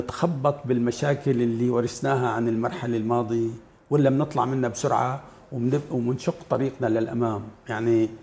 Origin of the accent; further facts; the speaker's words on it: Syria; أنه في تدخل نحن ما لنا كسوريين، بقصد ما لنا عايشين بالفراغ